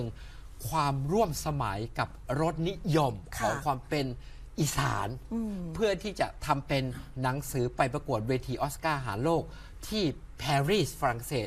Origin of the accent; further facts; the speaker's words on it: Bueng Kan, Thailand; รากเหง้าของเราก็คือผมเป็นคนบึงกาฬเนาะผมก็นุ่งสโรงไป